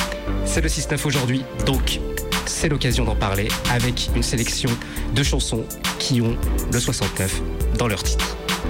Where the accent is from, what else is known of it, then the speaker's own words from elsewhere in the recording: France; chez nous, en France